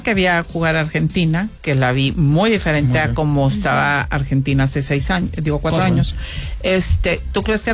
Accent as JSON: {"language": "Spanish", "country": "Mexico", "said": "Como mexicanos, yo creo que tenemos que echar buena vibra."}